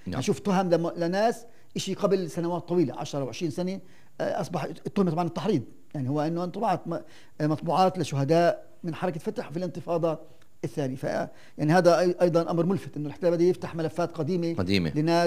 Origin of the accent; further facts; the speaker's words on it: West Bank, Palestine; كفلسطينيين في الضفة الغربية